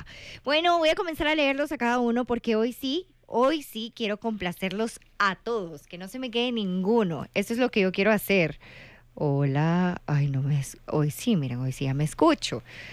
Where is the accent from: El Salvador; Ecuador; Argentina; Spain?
El Salvador; La Unión; también soy de La Unión.